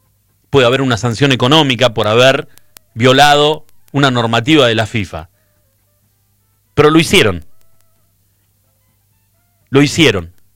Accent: Argentina; Somos todos argentinos

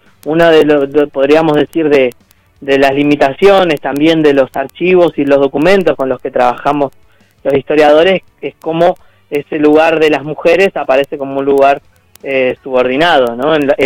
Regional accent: Patagonia, Argentina; yo siendo un historiador patagónico

